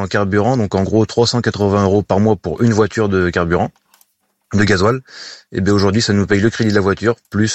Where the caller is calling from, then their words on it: Bordeaux, Nouvelle-Aquitaine, France; je suis sur Bordeaux